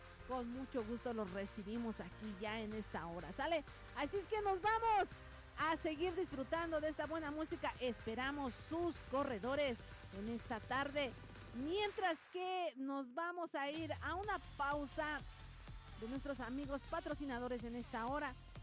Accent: Tlaxcala, Mexico; ser tlaxcalteca, pues mucho mejor, porque nosotros los tlaxcaltecas somos aquellos que vivimos en la cuna de la nación, en la cuna de este bello país de México.

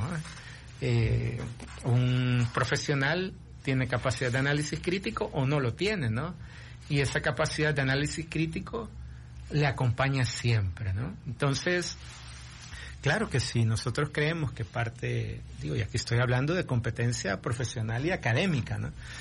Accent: El Salvador; vamos a salir adelante como sociedad salvadoreña

